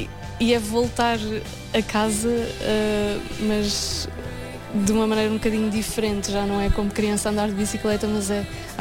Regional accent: Leiria, Portugal; eu sou de Leiria, sou daqui ao pé e também passava aqui algum tempo enquanto criança.

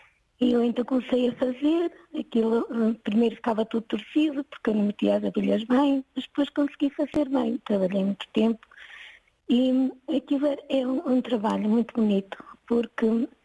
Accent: Vila do Conde, Norte, Portugal; now in Viseu, Portugal; Não, sou natural de Vila do Conde.

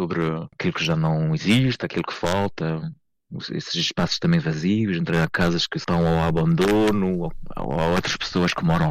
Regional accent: Monção, Norte, Portugal; moved away; entre as imagens da minha terra, então Monção, a aldeia e a região

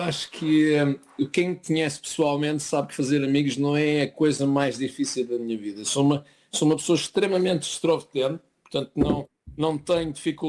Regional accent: Portugal; moved away as an adult; now in Norway; eu saí de Portugal, estava a jogar no Vitória de Setúbal, era um bol, e quando saí de Portugal vim para a Noruega

